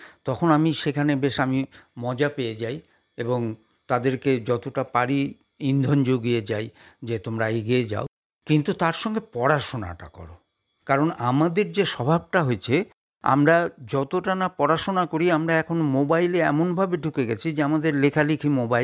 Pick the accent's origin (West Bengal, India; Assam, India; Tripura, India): West Bengal, India; our district; আমাদের সেই কুমারগঞ্জে যে ব্লকটা আছে আমাদের জেলার